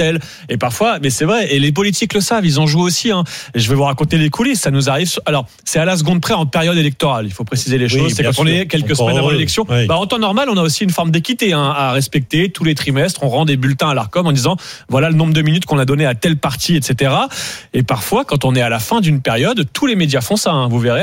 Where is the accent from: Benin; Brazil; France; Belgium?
France; En France, on a en effet. On est français, on est comme ça.